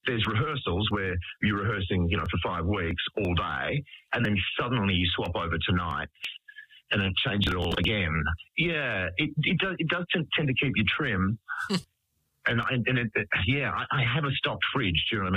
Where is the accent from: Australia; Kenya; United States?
Australia; Perth, Western Australia; growing up in Perth.